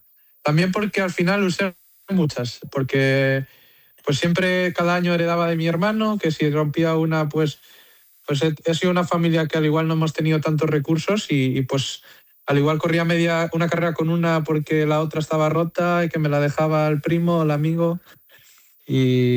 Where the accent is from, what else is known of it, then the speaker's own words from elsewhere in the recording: L'Alfàs del Pi, Valencian Community, Spain; also born or lived in Benidorm; Nací en Benidorm, pero siempre me he criado en las Alfas del Pi. Y, o sea, empecé desde pequeño en las Alfas del Pi